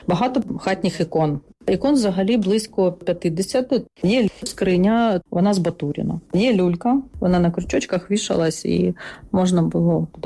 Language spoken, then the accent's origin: Ukrainian; Kramatorsk, Donetsk Oblast, Ukraine; born there; Я народилася в Краматорську, коли мені було 5 років, мої батьки поїхали в Тюменську область на заробітки, і відповідно забрали мене туди. 9 класів закінчувала в школі там.